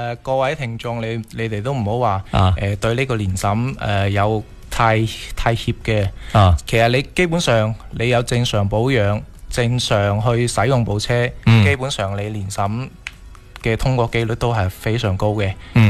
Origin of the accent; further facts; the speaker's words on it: Guangdong, China; 对于我哋广东人嘅习俗嚟讲呢